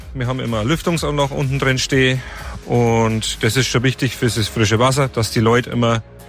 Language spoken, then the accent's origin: German; Germany; moved away; Ich komme ursprünglich aus Gollnbach, noch wohne ich in Oberndsees und in ein paar Wochen geht's aufs Freie Fels.